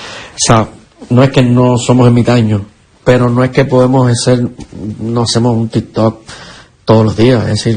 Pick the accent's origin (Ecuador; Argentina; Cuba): Cuba; moved away; crecimos prácticamente en Cuba toda la vida